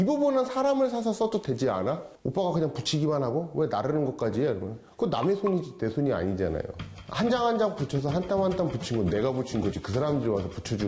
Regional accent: Anseong, Gyeonggi Province, South Korea; moved away; 제 고향이 안성이라서

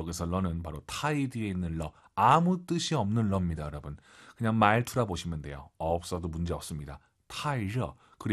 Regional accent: South Korea; 우리 한국인 입장에서는

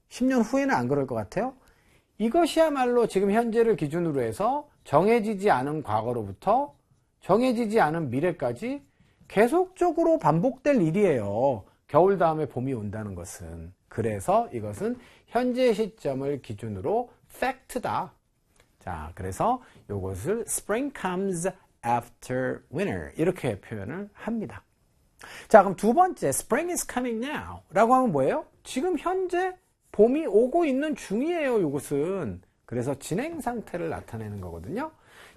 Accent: South Korea; 저는 이제 한국인이에요.

